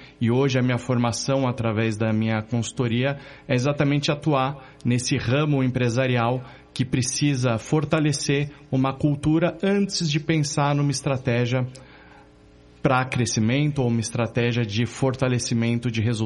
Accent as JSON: {"language": "Portuguese", "region": "São Paulo", "country": "Brazil", "tie": "born or raised there", "also_born_or_lived": "Mexico / Porto Alegre", "moved": "yes", "lives_now": "Curitiba, Brazil", "said": "Eu sou nascido em São Paulo, paulistano raiz."}